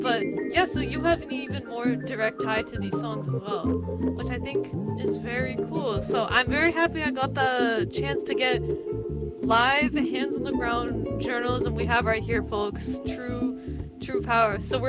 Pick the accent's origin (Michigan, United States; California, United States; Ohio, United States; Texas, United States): California, United States; growing up in California